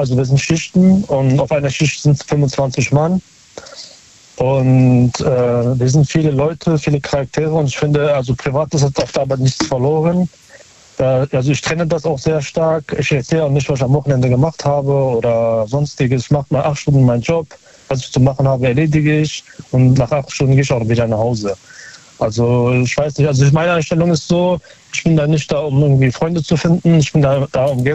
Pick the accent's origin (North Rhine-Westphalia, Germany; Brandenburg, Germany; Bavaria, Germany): North Rhine-Westphalia, Germany; Aus Nähe Köln.